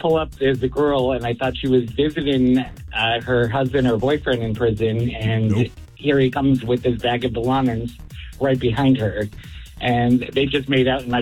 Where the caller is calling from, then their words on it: Portsmouth, Rhode Island, United States; Portsmouth, Rhode Island